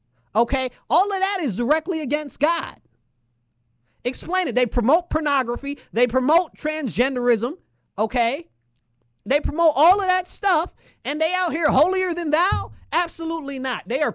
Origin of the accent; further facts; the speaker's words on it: United States; I'm an American-only person.